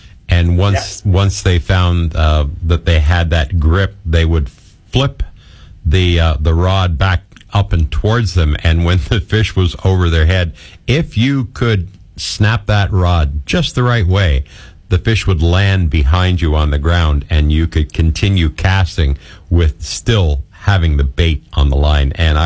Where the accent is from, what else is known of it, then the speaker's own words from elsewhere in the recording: Gananoque, Ontario, Canada; in my hometown when I grew up in Gananoque